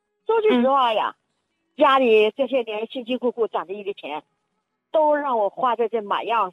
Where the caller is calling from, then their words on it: Changzhou, Jiangsu, China; 我是常州的一个患者，